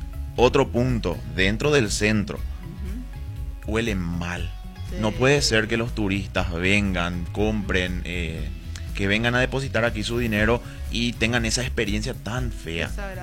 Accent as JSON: {"language": "Spanish", "town": "Ciudad del Este", "region": "Alto Paraná", "country": "Paraguay", "tie": "born or raised there", "said": "Nací en Ciudad del Este."}